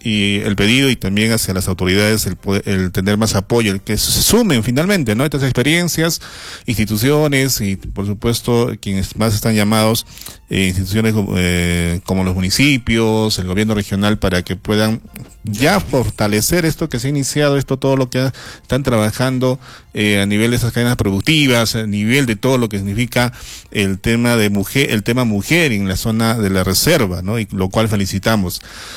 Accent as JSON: {"language": "Spanish", "region": "Arequipa", "country": "Peru", "said": "estamos inclusive como arequipeños, debemos al menos una vez visitar, conocer, interactuar con todas las comunidades de la Reserva Nacional de Salinas y Aguada Blanca que tenemos a pocos minutos"}